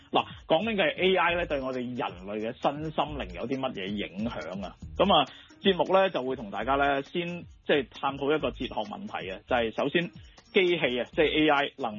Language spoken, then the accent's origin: Cantonese; Hong Kong; 我哋港人北上消费